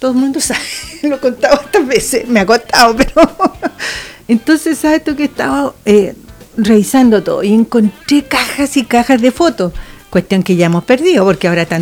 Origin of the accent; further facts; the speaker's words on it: Chile; con el único fin de identificarnos más como chilenos